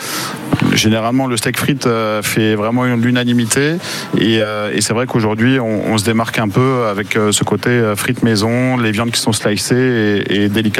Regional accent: Pays de la Loire, France; also born or lived in Paris; now in Bouches-du-Rhône, France; moi, je suis originaire de la Sarthe. J'ai fait mes armes sur Paris et j'ai décidé de vivre dans les Bouches-du-Rhône il y a une petite dizaine d'années.

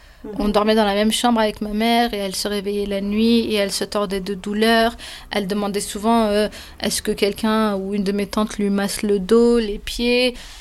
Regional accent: Oujda, Oriental, Morocco; born there; moved away; Je suis née au Maroc, dans une ville frontalière de l'Algérie qui s'appelle Oujda. J'ai grandi auprès de ma maman et on vivait dans la maison familiale avec 14 membres.

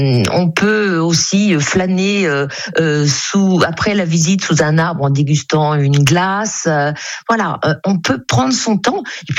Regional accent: Tours, Centre-Val de Loire, France; je suis tourangelle, je suis née à Tours et je reviendrai évidemment dans mon berceau familial qui est le château de Champchevrier au milieu des bois.

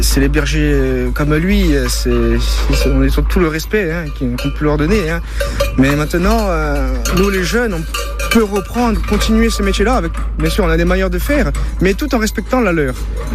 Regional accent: Corsica, France; ce savoir-faire-là, qui est pour nous très important chez nous en Corse, c'est ancestral, hein, c'est de famille.

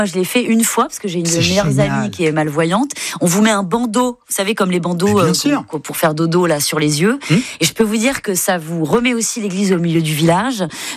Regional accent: Brittany, France; C'est froid, comme chez moi en Bretagne

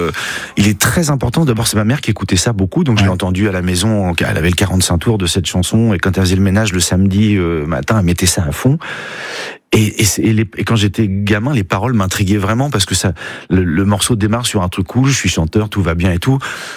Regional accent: Saint-Étienne-du-Rouvray, Normandy, France; also born or lived in Mont-Saint-Aignan; Oui, je suis né à Mont-Saint-Aignan et j'ai grandi à Saint-Étienne-du-Rouvray.

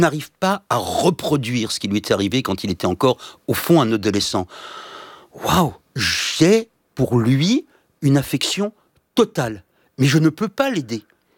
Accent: Paris, Île-de-France, France; Rabiot qui avait été monstrueux, mais je suis parisien et je n'ai jamais oublié que Rabiot l'était.

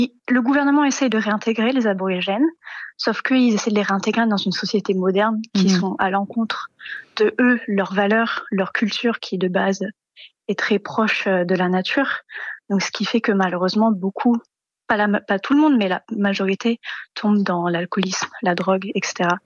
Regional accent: Réunion, France; moved away as an adult; now in Perth, Australia; Du coup, j'ai déménagé à Perth spécifiquement quand j'avais 18 ans.

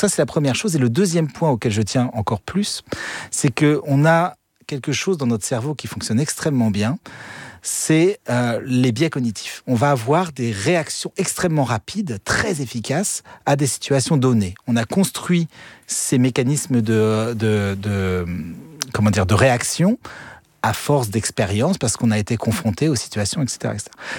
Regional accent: Fréjus, Provence-Alpes-Côte d'Azur, France; j'ai un moment Eureka en me baignant, en nageant dans la plage de mon enfance à Fréjus.

